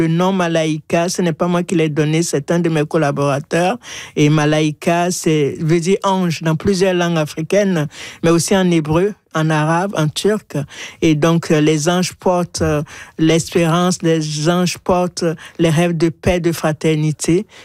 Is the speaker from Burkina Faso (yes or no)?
yes; Ouagadougou, Centre, Burkina Faso; moved away as an adult; now in Ottawa, Canada; on continuait de m'appeler au pays. Ça, c'était à Ouaga, au Burkina